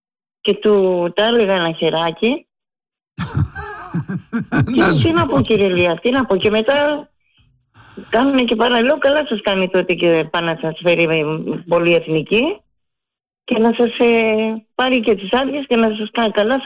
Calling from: Nea Smyrni, Attica, Greece; είμαι από Νέα Σμύρνη.

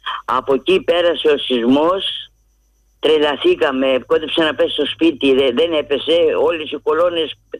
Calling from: Megara, Attica, Greece; από τα Μέγαρα.

